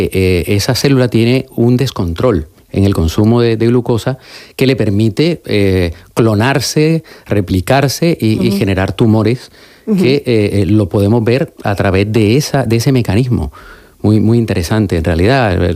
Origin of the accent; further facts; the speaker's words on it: Barranquilla, Atlántico, Colombia; born there; Yo nací en Barranquilla, Colombia.